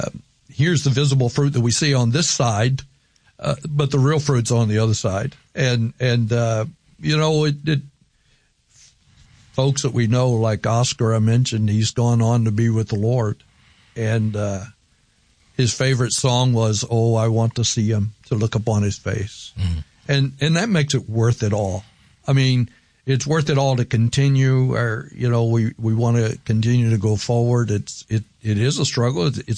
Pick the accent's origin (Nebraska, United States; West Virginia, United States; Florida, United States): West Virginia, United States; I speak English. I'm from West Virginia. I don't speak English well.